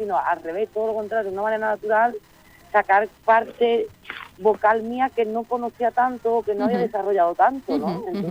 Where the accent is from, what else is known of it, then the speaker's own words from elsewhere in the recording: Sanlúcar de Barrameda, Andalusia, Spain; Yo vengo de la tradición, soy de Sanlúcar de Barrameda, me rodea mucho arte